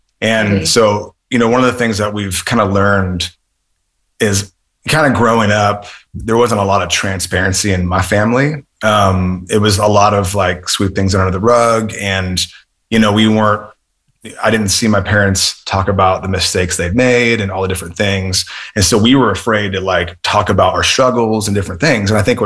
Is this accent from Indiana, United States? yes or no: yes; Indiana, United States; moved away as an adult; So I'm originally from Indiana. I'll tell my whole story. I was born, and I was kidding. I went to California to go to Bible college